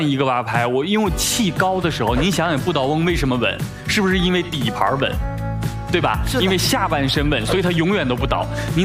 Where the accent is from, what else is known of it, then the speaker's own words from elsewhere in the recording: China; 它是我们中国人自己，我们最骨子跟内核里的我们的性格。